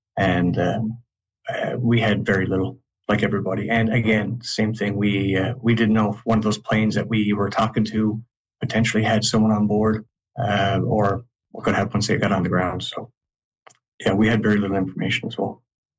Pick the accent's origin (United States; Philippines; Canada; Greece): Canada; Gander, Newfoundland and Labrador; just turned 26. I was a controller at that point for 5 years. I was born and raised in Gander as well.